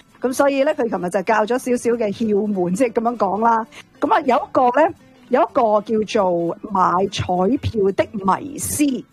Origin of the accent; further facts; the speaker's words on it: Canada; 我哋加拿大人